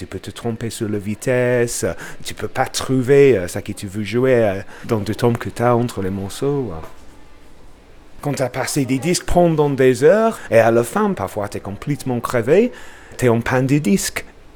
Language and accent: French; Bradford, Yorkshire and the Humber, United Kingdom; French is a second language; now in Lyon, France; je viens de Bradford, dans le nord de l'Angleterre. Je travaille pour le poste, je suis facteur dans la guillotière.